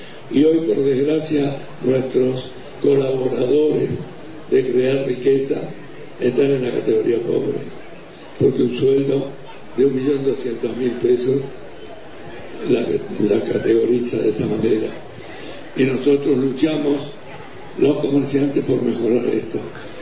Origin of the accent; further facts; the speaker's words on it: Lomas de Zamora, Buenos Aires Province, Argentina; Yo soy de Loma de Zamora, sí soy el presidente de la Federación Económica de la Provincia de Buenos Aires, también vicepresidente de CAME.